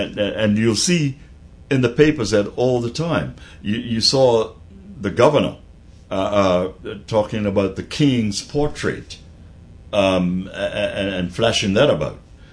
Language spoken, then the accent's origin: English; Bermuda; We have Bermuda status, every last one of us.